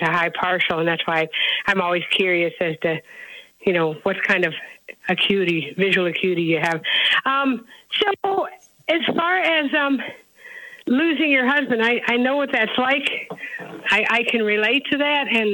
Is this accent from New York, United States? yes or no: no; Janesville, Wisconsin, United States; moved away; also born or lived in Milwaukee; I'm actually from Wisconsin. I grew up in Janesville. I was born in Milwaukee, but I grew up in Janesville